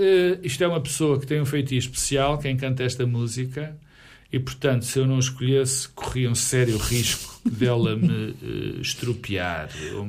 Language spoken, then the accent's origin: Portuguese; Porto, Norte, Portugal; born there; also born or lived in Lisbon / Vieira do Minho; eu sou filho, neto, bisneto e trineto de minhotos. Eu nasci no Porto, sou um alfacinha... Mas a minha carga genética é toda minhota.